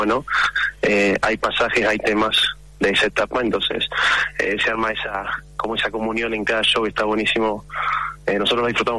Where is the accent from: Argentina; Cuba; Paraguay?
Argentina; Mendoza; La banda somos todos de Mendoza.